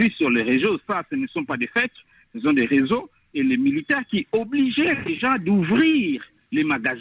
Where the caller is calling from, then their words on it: Kinshasa, DR Congo; dans mon quartier là, je suis en Binza